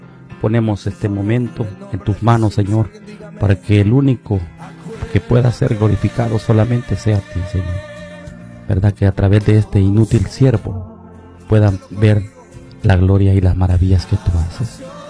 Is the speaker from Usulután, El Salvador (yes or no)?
yes; Tecapán, Usulután, El Salvador; Gracias, Señor, por mi pueblo Tecapán, por nuestra iglesia, el Tabernáculo Bíblico Bautista, dirigido por nuestro pastor Mario López.